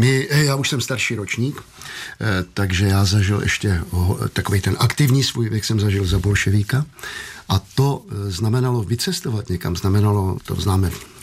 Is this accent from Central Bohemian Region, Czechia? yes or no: yes; Vrdy, Central Bohemian Region, Czechia; Moje rodná vesnice se jmenuje, prosím pěkně, Vrdy Bučice.